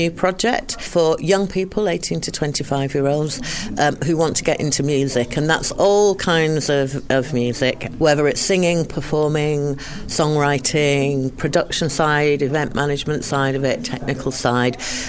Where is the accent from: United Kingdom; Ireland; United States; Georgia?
United Kingdom; Leeds, Yorkshire and the Humber; No, I don't live in the local area. I live a little way away, but I'm originally from Leeds, down the road.